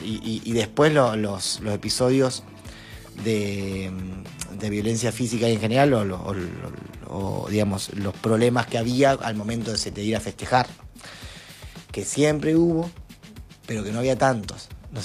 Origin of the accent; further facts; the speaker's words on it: Argentina; y somos argentinos y somos futboleros.